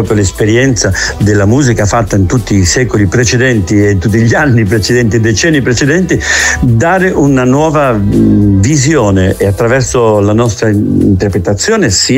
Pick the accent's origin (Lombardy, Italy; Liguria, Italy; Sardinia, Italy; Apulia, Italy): Liguria, Italy; Genoa; sia io da genovese che Massimo Zennaro da veneziano, da isolano, abbiamo il mare nelle vene.